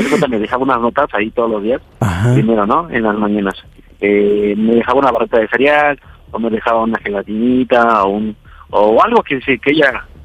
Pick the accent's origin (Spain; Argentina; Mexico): Mexico; Naucalpan, State of Mexico; Estamos aquí de Naucalpan, tengo 37.